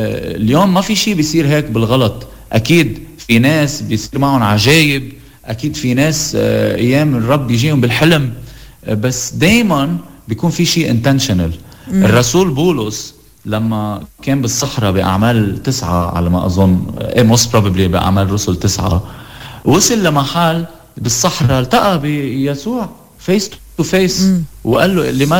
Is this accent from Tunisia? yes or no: no; Lebanon; أنا شاب لبناني